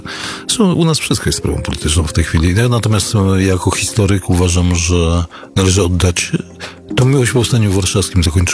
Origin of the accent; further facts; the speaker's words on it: Warsaw, Masovian Voivodeship, Poland; Ja wiedziałem jako historyk warszawiak, na co się porywam.